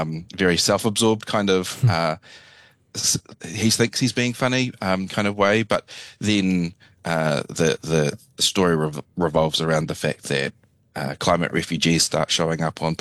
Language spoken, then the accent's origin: English; New Zealand; also born or lived in Brisbane, Australia / Edinburgh, United Kingdom; I lived in Brisbane for 3.5 years, and then I lived in Edinburgh, and I was away from New Zealand for 2 years in the Northern Hemisphere.